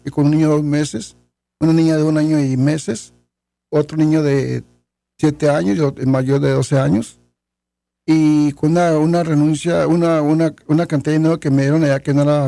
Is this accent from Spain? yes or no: no; Mexico; moved away as an adult; now in Phoenix, United States; yo me regresé para México